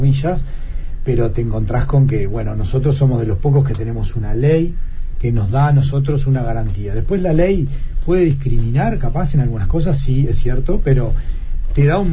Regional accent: Uruguay; en Uruguay tenemos una cultura de, digamos, de normatizar y reglamentar las cosas

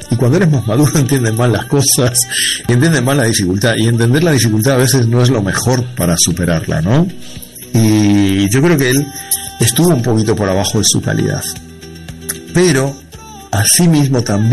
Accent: Uruguay; estoy hablando como uruguayo

